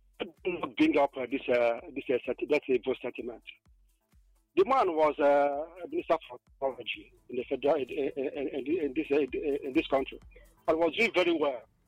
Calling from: Anambra, Nigeria; I'm calling for Obunka in Anambra State.

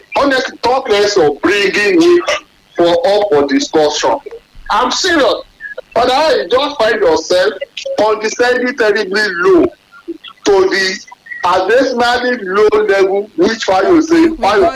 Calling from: Ibadan, Oyo, Nigeria; I'm here from Akobo.

